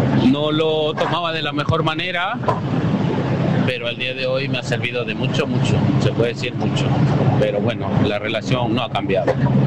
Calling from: Vallecas, Community of Madrid, Spain; aquí reportando sintonía desde Vallecas

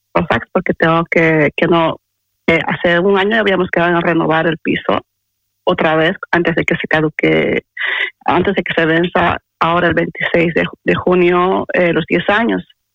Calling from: Valencia, Valencian Community, Spain; Soy desde Valencia.

